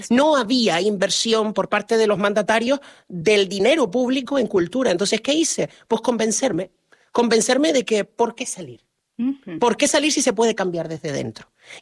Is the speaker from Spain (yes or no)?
yes; Canary Islands, Spain; accent: Canarian; yo aborrezco el acento neutro. Si soy canario, soy canario.